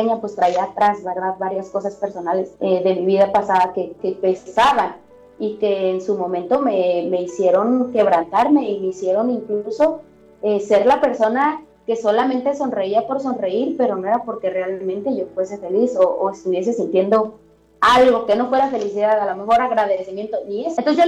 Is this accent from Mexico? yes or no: yes; central Mexico, Mexico; los que somos de México